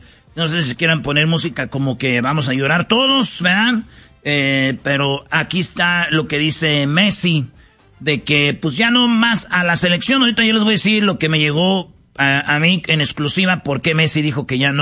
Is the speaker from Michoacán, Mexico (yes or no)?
yes; Michoacán, Mexico; de Michoacán, 100% mexicano, ¿verdad?